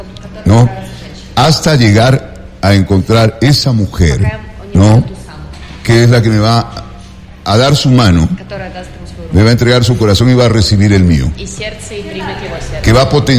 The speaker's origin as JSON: {"language": "Spanish", "town": "Quito", "region": "Pichincha", "country": "Ecuador", "said": "yo soy un caballero quiteño."}